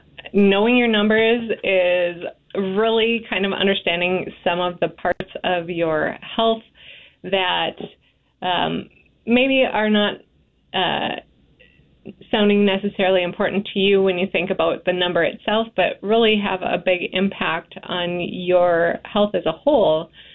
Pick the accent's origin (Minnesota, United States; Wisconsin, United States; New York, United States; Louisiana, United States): Minnesota, United States; Moorhead; moved away as an adult; also born or lived in Grand Forks, North Dakota; now in Alexandria, United States; Yeah, I grew up in Moorhead, Minnesota